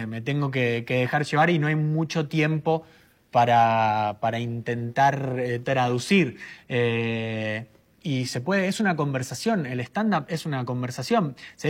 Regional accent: Buenos Aires, Argentina; accent: Buenos Aires ye (sheísmo); first language Spanish; en Argentina, sobre todo en Buenos Aires, que es de donde soy yo, todo es con ye, es shopping, gallina, llave, lluvia.

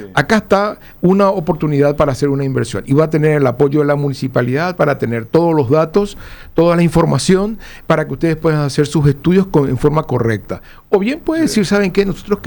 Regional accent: San Juan Bautista, Misiones, Paraguay; San Juan Bautista, que es mi ciudad de origen

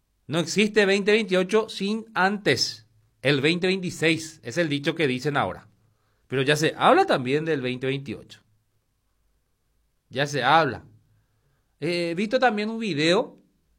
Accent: Paraguay; Yo estoy contento en mi país.

